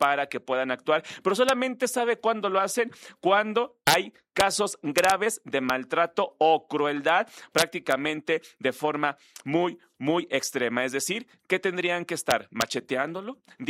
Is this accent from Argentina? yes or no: no; Mexico; somos mexicanos